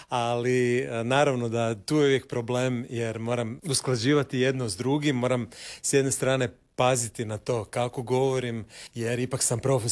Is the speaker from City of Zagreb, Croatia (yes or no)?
yes; Zagreb, City of Zagreb, Croatia; Ja sam iz najljepšeg dela Zagreba. Moja ulica je Ivana Gorana Kovačića, to je Rokov Perivoj i Gorana Kovačića. Tamo sam odrastao, igrao se na Rokovu Perivoju, na Cmroku.